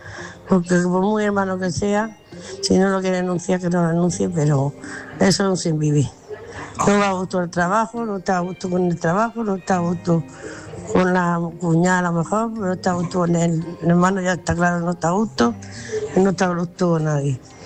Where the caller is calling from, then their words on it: Murcia, Region of Murcia, Spain; Buenas noches, Álvaro, oyente corresponsal. … de Murcia